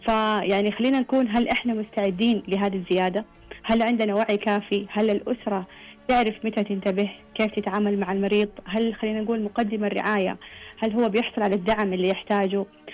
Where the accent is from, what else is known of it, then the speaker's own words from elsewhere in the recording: Saudi Arabia; عندنا بالسعودية